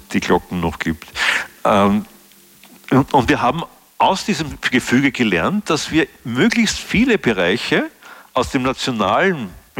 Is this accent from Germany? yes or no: no; Austria